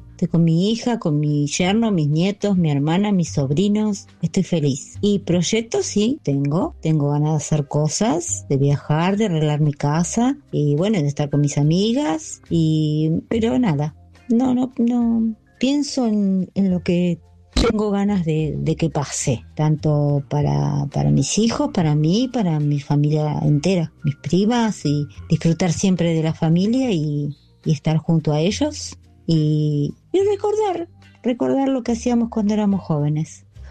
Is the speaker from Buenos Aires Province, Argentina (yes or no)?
yes; Mar del Plata, Buenos Aires Province, Argentina; Hola, buenas noches … de Mar del Plata.